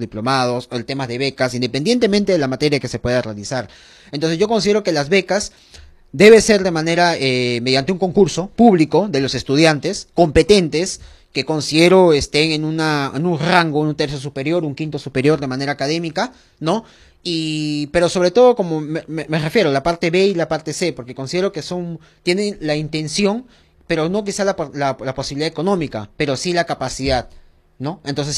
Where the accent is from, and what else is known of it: Peru